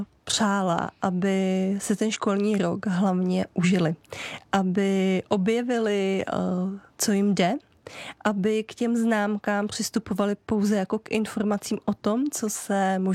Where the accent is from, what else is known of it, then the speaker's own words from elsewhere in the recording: Jičín, Hradec Králové Region, Czechia; A pak mě najdete v mém rodném kraji, a to je v městě Jičín, kde jsem v ambulanci jako dětská psycholožka